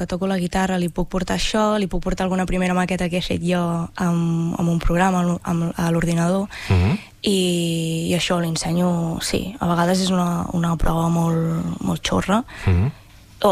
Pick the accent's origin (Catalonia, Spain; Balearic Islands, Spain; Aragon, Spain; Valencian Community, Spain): Catalonia, Spain; Ribes de Freser; Sí, jo vaig néixer a Ribes i vaig estar a Ribes fins que vaig anar a fer el batxillerat a Vic